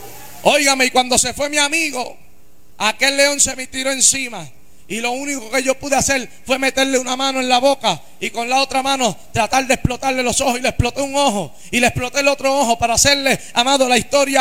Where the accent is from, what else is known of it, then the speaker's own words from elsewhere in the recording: Puerto Rico; moved away as an adult; also born or lived in United States; fue cuando llegué de los Estados Unidos a Puerto Rico. Que me encontré con 25 años de edad viviendo en casa de mis padres de nuevo. Yo me había ido a los 18 y volví de nuevo a la casa de mis padres.